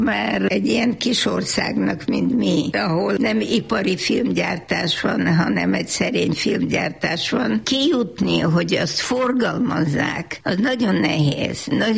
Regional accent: Hungary; Magyarországról jövök.

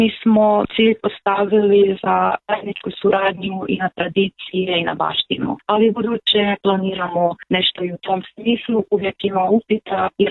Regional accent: Serdahely, Zala, Hungary; now in Prelog, Croatia; Tako je, rodom sam iz Serdahe, ja živim u Prelogu

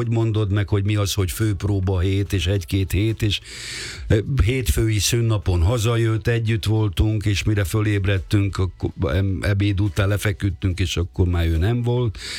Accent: Budapest, Hungary; akkor virágzott a Margit-szigeten a Dózsa tenista, ott voltak a Davis kupák, a Róczi Balázsék, nem? És hát ott nőttem föl, ott voltam tag

